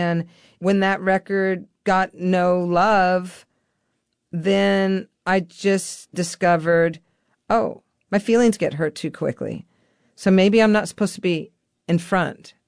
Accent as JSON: {"language": "English", "country": "Portugal", "said": "I'm from Portugal. My mother's born in Sao Paulo, Brazil."}